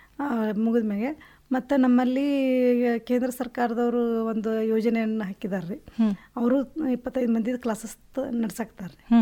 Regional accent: Tamba, Karnataka, India; now in Vijayapura, India; ನಮ್ಮೂರು ತಾಂಬಾ ಅಲ್ಲೇ ಎಲ್ಲರೂ ಕೂಡಿ ಫಂಕ್ಷನ್ ಮಾಡ್ತೇವೆ.

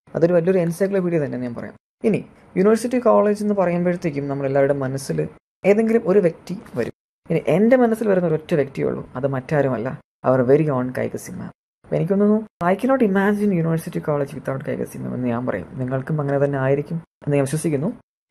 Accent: Neyyattinkara, Kerala, India; ഞാൻ ട്രിവാൻഡ്രം നെയ്യാറ്റിൻകരയിൽ നിന്ന് വരുന്നു.

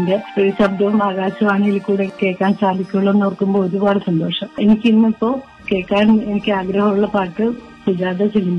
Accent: Pallippuram, Kerala, India; now in Palakkad, India; എന്റെ സ്വന്തം നാട് എന്നിട്ട് ആലപ്പുഴ ജില്ലയിലെ ചേർത്തലയ്ക്കടുത്ത് പള്ളിപ്പുറമാണ് എന്റെ നാട്.

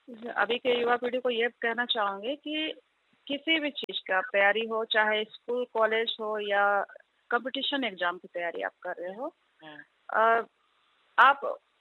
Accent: Jharkhand, India; मैं विशेष रूप से कुमारडोंगी ब्लॉक पड़ता है मेरा, और मैं गांव पड़ता है मेरा दोहड़ी गांव से बिलोंग करती हूँ।

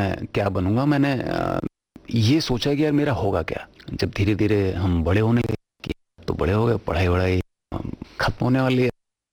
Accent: Delhi, India; मैं दिल्ली में पैदा हुआ, पला बड़ा वहीं पे

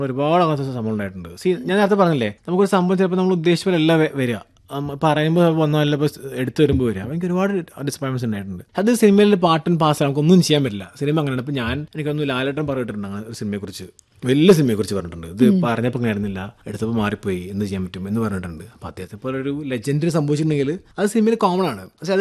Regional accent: Malappuram, Kerala, India; moved away; നാട്ടിൽ മലപ്പുറത്ത്

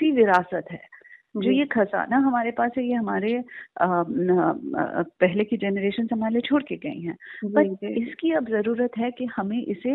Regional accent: Lucknow, Uttar Pradesh, India; born there; मैं उस दौर की हूँ, तो उस दौर में हम लोगों को लखनऊ में जाहिर है कि कथक में ही भेज दिया जाता था

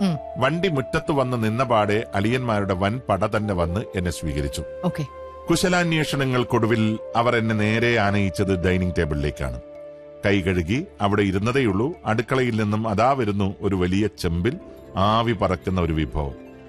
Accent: Thiruvananthapuram, Kerala, India; തിരുവനന്തപുരത്ത് ജനിച്ചു വളർന്ന ഞാൻ ഇതിനെക്കുറിച്ച് കേട്ടിട്ട് പോലുമില്ലായിരുന്നു. കല്യാണ ശേഷമാണ് ആദ്യമായി ഈ ഭക്ഷണം കാണുന്നത് തന്നെ.

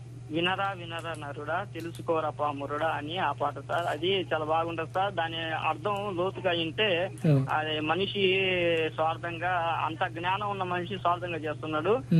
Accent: Buchireddypalem, Andhra Pradesh, India; మాది బుచ్చిరెడ్డిపాలెం, నెల్లూరు జిల్లా.

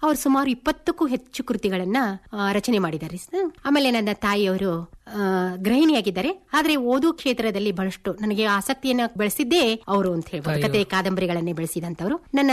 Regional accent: Halagali, Karnataka, India; also born or lived in Lokapur; ನನ್ನ ಬಾಲ್ಯವನ್ನ ಕಳೆದದ್ದು ಹಲಗಲಿ ಅನ್ನೋ ಗ್ರಾಮ. ಇದು ಸ್ವಾತಂತ್ರ್ಯ ಸಂಗ್ರಾಮದಲ್ಲಿ ಶ್ರೇಷ್ಠ ಹಲಗಲಿ ಬೇಡ್ರು ಅನ್ನುವಂತ ನಿಶಸ್ತ್ರೀಕರಣ ಕಾಯ್ದೆ ವಿರುದ್ಧ ಹೋರಾಟ ಮಾಡಿದಂತ ಊರಿನಲ್ಲಿ ನಾವು ಹುಟ್ಟು ಬೆಳೆದಂತವರು.

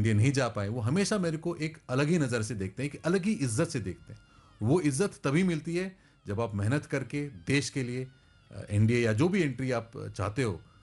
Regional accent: Jatu Lohari, Haryana, India; मैं वैसे हरियाणा का रहने वाला हूँ, हमारा मेरा गांव है जाटू लोहारी भिवानी में

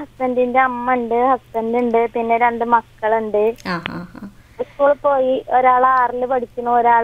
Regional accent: Pattambi, Kerala, India; moved away as an adult; now in Vandoor, India; എന്റെ വീട് എന്താ പട്ടാമ്പി കട്ടിൽമാടത്താണ്. അവിടെ അച്ഛണ്ട്, അമ്മ ഉണ്ട്, പിന്നെ ചേച്ചി ഉണ്ട്.

